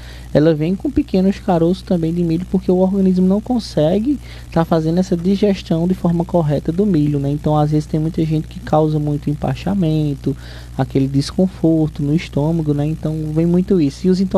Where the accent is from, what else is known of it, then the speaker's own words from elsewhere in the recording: Brazil; born there; moved away; Estava tendo as festividades lá da minha terra, né? Vila do Poço Fundo, o padroeiro Santo Antônio.